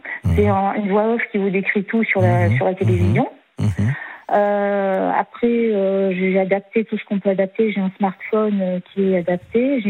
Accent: Pays de la Loire, France; born there

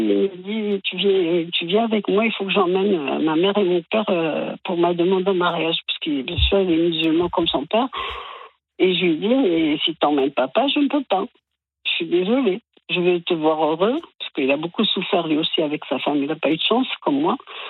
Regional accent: Italy; now in France

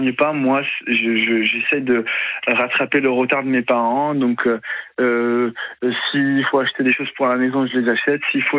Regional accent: Morocco; Vous savez, quand on est marocain, en fait, ma mère, elle me dit que Dieu te protège. Parce qu'on est très croyants, on est musulmans, on est donc la religion fait partie vraiment de notre vie quotidienne.

